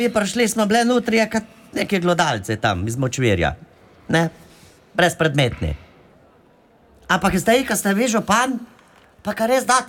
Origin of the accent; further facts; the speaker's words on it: Ljubljana, Central Slovenia, Slovenia; born there; In jaz sem se rodila v Ljubljanci.